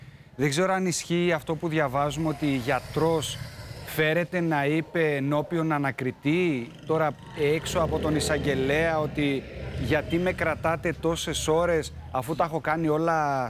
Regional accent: Central Macedonia, Greece; moved away; Θα πάμε στα μέρη μας, πάνω. Θα πάμε νομός Πέλης

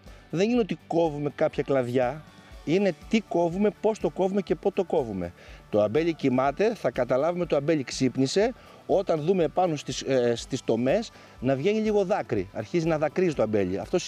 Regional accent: Tripoli, Peloponnese, Greece; also born or lived in Skopi; Εγώ μεγάλωσα στην Τρίπολη Αρκαδίας, γεννήθηκα στη Σκοπή, έμεινα εκεί πέρα μέχρι 5 ετών και μετέπειτα πήγαμε με τους γονείς μου στην Τρίπολη.

